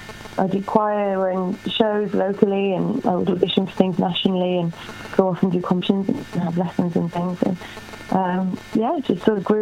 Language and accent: English; Cardiff, Wales, United Kingdom; I'm from Cardiff, so I grew up in Cardiff.